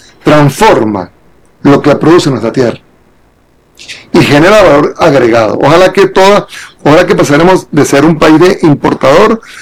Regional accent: Venezuela

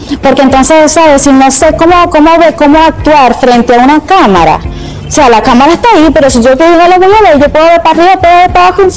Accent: Delta Amacuro, Venezuela; Nosotros, los grupos nativos, los que tenemos o que venimos del Bajo Delta, los que estamos por allá escondidos

